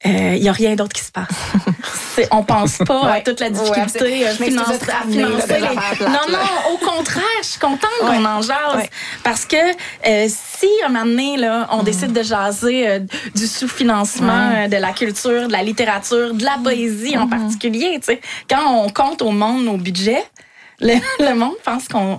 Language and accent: French; Shawinigan, Quebec, Canada; Pourtant, moi, je viens de Shawinigan, donc j'étais souvent au Festival international de la poésie de Trois-Rivières